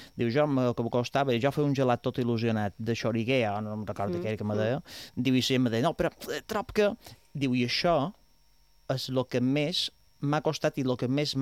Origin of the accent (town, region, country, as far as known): Palma, Balearic Islands, Spain